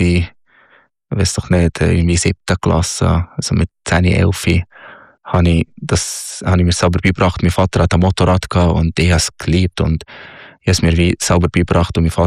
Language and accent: German; Minya, Minya Governorate, Egypt; Ich bin im Oberägypten aufgewachsen, am Nildelta, in Elmenia, das ist 3 Stunden südlich von Kairo, die Hauptstadt. In einem ja, sehr traditionelles Dorf, sozusagen, aber Dorf.